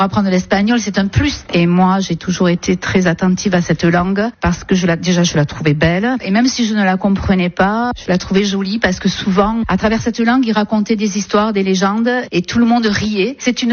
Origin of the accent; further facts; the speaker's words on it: Lannemezan, Occitanie, France; now in Saint-Martin-de-Seignanx, France; Bonjour Adichatz … je vis à Saint-Martin-de-Seignanx. Je suis native des Hautes-Pyrénées, de l'Annemezan plus exactement.